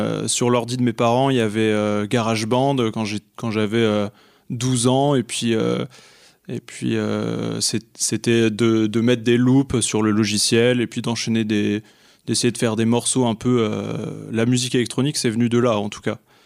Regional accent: Reims, Grand Est, France; moved away as an adult; now in Paris, France; je viens de Reims

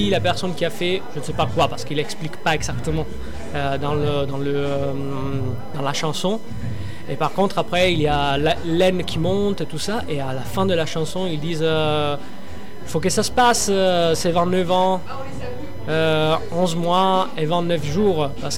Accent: Sicily, Italy; first language Sicilian; French is a second language; je commençais aussi à chanter dans ma langue maternelle, en sens en sicilien, parce que j'ai rajouté dans mon set une chanson traditionnelle sicilienne

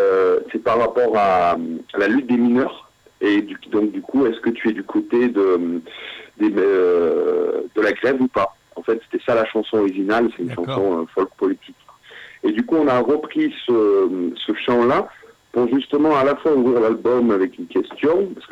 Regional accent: Scotland, United Kingdom; accent: Scottish; mon accent écossais qui varie sort de temps en temps dans les paroles

